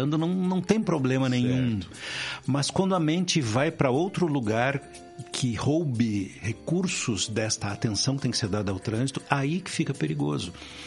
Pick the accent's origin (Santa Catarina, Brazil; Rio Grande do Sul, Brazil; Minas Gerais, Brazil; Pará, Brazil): Rio Grande do Sul, Brazil; moved away; Eu estou no 6.0, um vínculo muito forte com Rádio AM. E sou natural do Rio Grande do Sul, onde o rádio tem uma força cultural muito significativa, né?